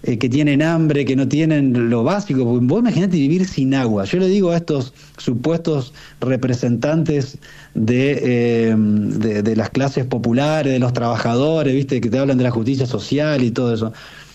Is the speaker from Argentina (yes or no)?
yes; Argentina; tenemos que madurar nosotros como argentinos